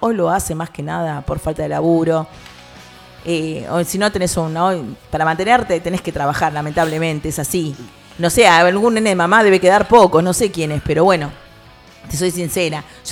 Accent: Argentina; entendamos como argentinos

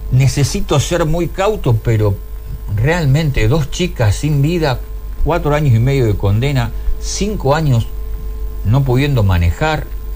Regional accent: Granadero Baigorria, Santa Fe, Argentina; aquí que somos de Baigorria

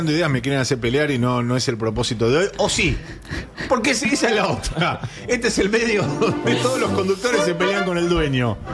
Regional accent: Argentina

